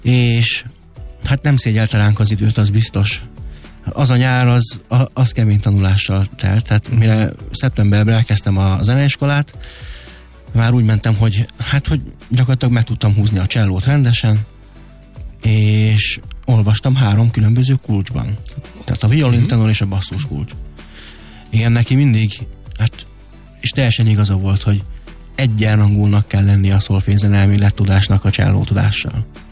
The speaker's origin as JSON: {"language": "Hungarian", "town": "Salgótarján", "region": "Nógrád", "country": "Hungary", "tie": "born or raised there", "said": "Ugyanis a Salgótarjánban születtem, ott jártam zeneiskolába, ott a Salgótarjáni Váci Gyula Művészeti Iskolába"}